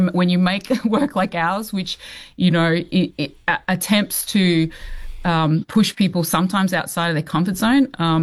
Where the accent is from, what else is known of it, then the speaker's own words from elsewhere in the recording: Ipswich, Queensland, Australia; Well, I think I grew up in Ipswich outside of Brisbane in Australia. So I've actually, we came over in the late 70s, and so there weren't many other Samoan families around then.